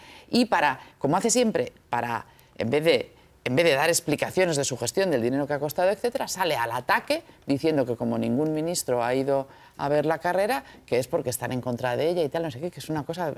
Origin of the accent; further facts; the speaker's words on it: Madrid, Community of Madrid, Spain; Yo que soy de Madrid de toda la vida y mis padres y mis abuelos también.